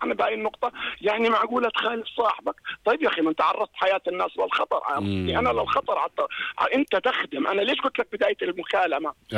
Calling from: Jordan; انت كأردني احنا الحلو عندنا في الأردنيين كلنا رجال أمن

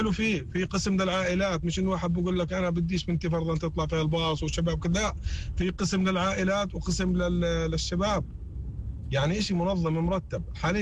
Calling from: Jordan

